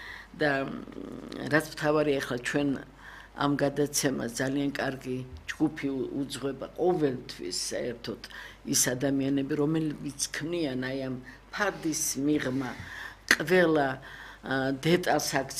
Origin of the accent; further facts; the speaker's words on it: Tbilisi, Georgia; თბილისელი ვარ